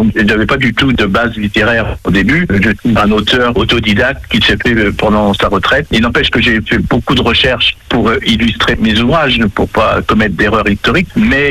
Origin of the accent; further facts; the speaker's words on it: Tournai-sur-Dive, Normandy, France; Dans mon village natal de Tournay-sur-Dives.